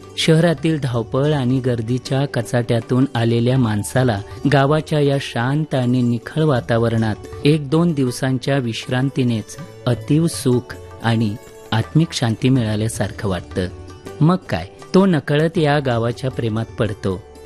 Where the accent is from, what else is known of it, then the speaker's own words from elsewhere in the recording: Dhavalgaon, Maharashtra, India; माझं गाव अहिल्यानगर जिल्ह्यातील श्रीगोंदा तालुक्यातलं ढवळगाव।